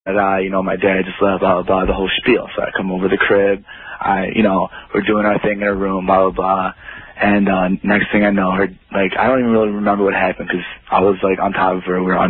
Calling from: Detroit, Michigan, United States; Yeah, I'm 19. That's correct. I'm from Detroit.

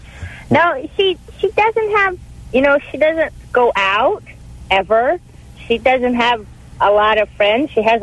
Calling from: Washington, United States; I live in Washington State.

